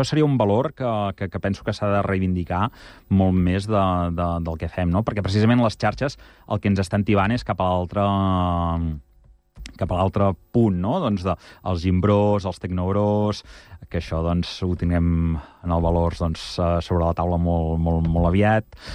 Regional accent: Igualada, Catalonia, Spain; Abans sí que és cert, no?, que ets jove, jo sóc d'Igualada, el Joan, el codirector de Mataró quedava molt lluny

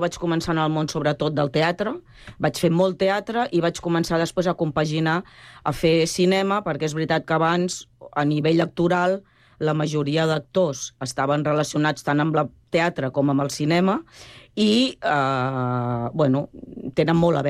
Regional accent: Barcelona, Catalonia, Spain; moved away as an adult; now in Sant Cugat del Vallès, Spain; Jo sóc del barri de Sant Andreu, fa 30 anys que visc a Sant Cugat, però sóc d'un barri de Sant Andreu que tenien uns condicionants abans, com Gràcia, com Horta i tal, que tenien grups de teatre

